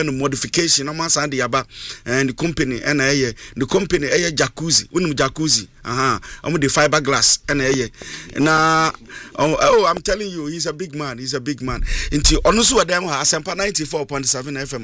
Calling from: Tema, Greater Accra, Ghana; from Tema.

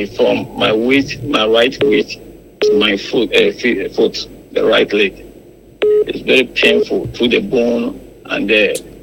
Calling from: Accra, Greater Accra, Ghana; calling from Accra.

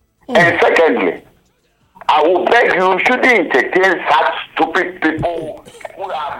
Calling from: Kathmandu, Bagmati, Nepal; I'm calling this from Kathmandu.

